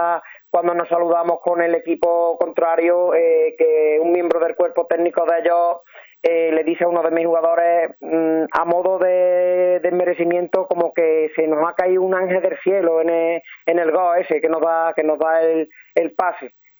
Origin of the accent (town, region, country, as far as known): Pedrera, Andalusia, Spain